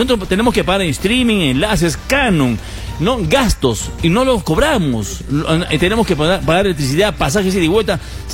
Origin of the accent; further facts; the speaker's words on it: Moquegua, Peru; Somos inexpertos, todos los moqueguanos, en el tema deportivo